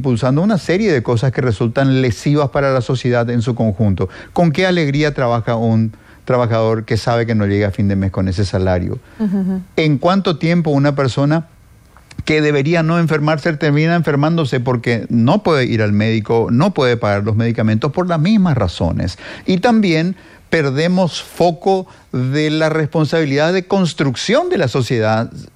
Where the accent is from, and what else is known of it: Paraguay